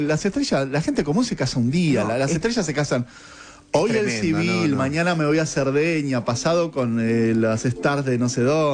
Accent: Argentina; cómo somos los argentinos

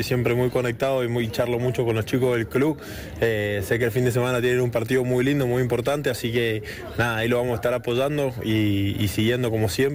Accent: Mendoza, Argentina; moved away as an adult; Cuando era chico jugaba en el Mendoza Rugby

